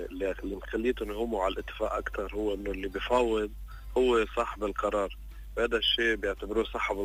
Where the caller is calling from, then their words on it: South Lebanon, Lebanon; من الجنوب.